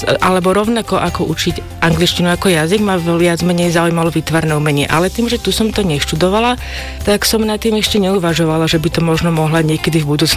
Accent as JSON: {"language": "Slovak", "town": "Bratislava", "region": "Bratislava Region", "country": "Slovakia", "tie": "born there", "said": "Narodila som sa v Bratislave."}